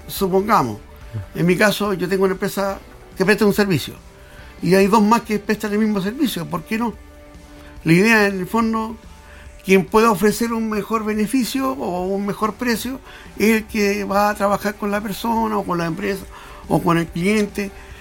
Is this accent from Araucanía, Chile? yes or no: no; Antofagasta, Chile; now in Coquimbo, Chile; Soy de Antofagastino.